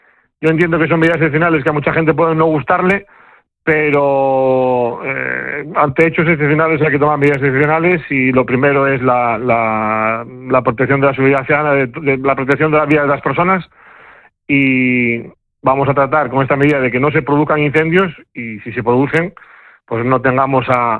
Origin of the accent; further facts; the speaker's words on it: Spain; al final somos españoles